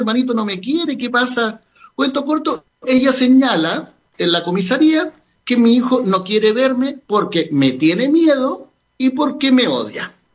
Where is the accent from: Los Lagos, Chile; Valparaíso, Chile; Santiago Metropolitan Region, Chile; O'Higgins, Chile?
Los Lagos, Chile; Chaitén; Bueno, yo soy de Chaitén